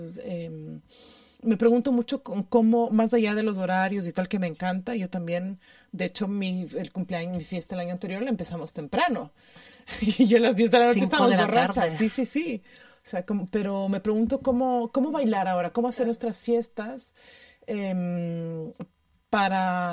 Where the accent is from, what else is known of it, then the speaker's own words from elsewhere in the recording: Ecuador; Yo cuando, bueno, la fiesta, o sea, como los momentos por el lugar en el que crecí, que es en Ecuador, o sea, crecí como en entornos de celebraciones, ¿no?